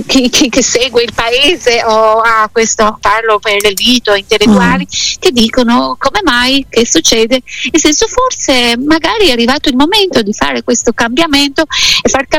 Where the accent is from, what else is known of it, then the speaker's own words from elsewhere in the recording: Tirana, Tirana County, Albania; Io sono molto critica perché amo il mio paese, amo la mia Tirana.